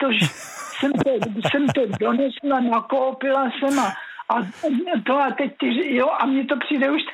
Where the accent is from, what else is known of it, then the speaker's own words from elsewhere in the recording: Bohemia, Czechia; moved away as an adult; now in Adamov, Czechia; já jsem rodačka z Čech, takže nepřišli na Moravu tam do toho Adamova, tak já jsem mluvila česky, že?